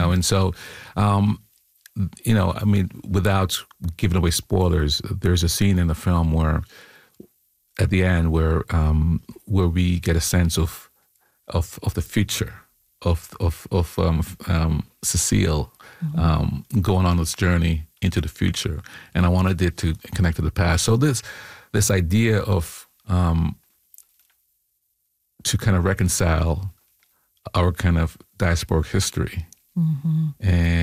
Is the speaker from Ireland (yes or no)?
no; Jamaica; born there; I mean, I was born in Jamaica